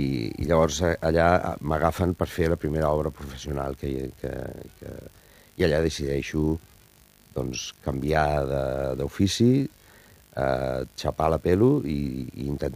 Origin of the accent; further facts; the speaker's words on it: Alcoy, Valencian Community, Spain; unes titelles que es fan al meu poble, al Coi